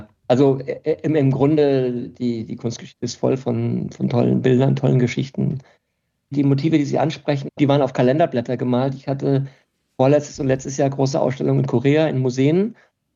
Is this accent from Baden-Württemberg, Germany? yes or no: yes; Karlsbad, Baden-Württemberg, Germany; moved away as an adult; also born or lived in Munich; Ich bin in Karlsruhe aufgewachsen, also noch nicht mal in Karlsruhe, sondern in Karlsbad. Dort habe ich meine ganze Jugend verbracht.